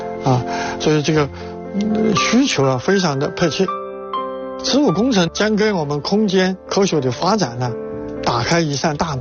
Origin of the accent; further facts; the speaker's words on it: Mianyang, Sichuan, China; moved away; 我出生在四川省绵阳，我的家乡呢，丰谷镇呢，也产井盐。